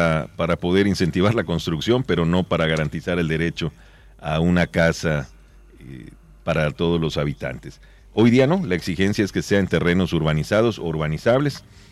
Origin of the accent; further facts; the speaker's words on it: Yucatán, Mexico; muy gratificante como funcionario y más como yucateco.